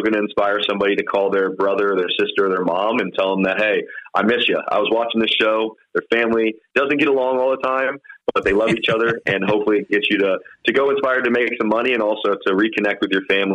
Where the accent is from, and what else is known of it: Columbus, Ohio, United States; born or raised there